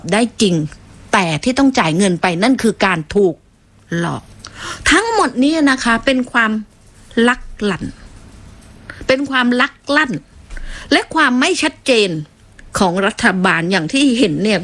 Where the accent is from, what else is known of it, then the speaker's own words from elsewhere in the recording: Phuket, Thailand; born there; ดิฉันนี่เกิดมาเป็นคนภูเก็ตโดยกำเนิดนะเกิดถนนดีบุก